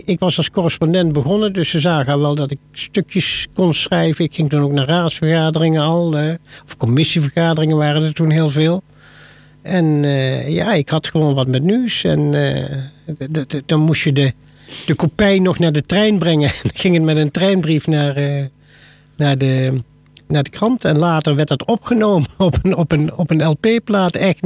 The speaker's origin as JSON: {"language": "Dutch", "town": "Duiven", "region": "Gelderland", "country": "Netherlands", "tie": "born or raised there", "said": "Ik ben opgegroeid in Duiven bij Arnhem in Gelderland. Een lieflijk dorpje, maar dat werd een Finexwijk. Dus dat is van een boerendorp heel snel gegroeid."}